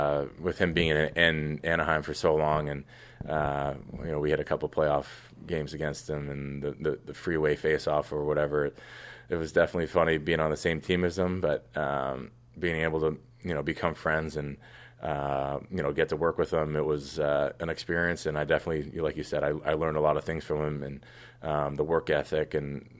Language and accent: English; Toronto, Ontario, Canada; Yeah, no, it was one of those things where for me growing up in Toronto, you know the rivalry with Montreal and Toronto, and Toronto and Ottawa.